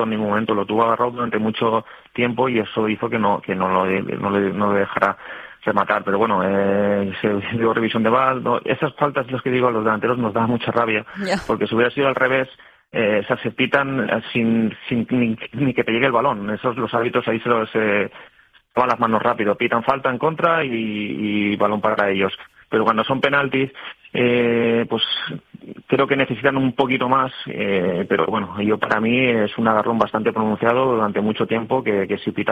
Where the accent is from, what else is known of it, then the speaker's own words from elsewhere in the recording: Valencian Community, Spain; Sí que es verdad que me tira más la tierra, porque yo soy valenciano